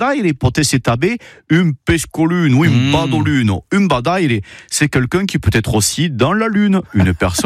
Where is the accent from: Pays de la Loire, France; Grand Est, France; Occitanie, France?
Occitanie, France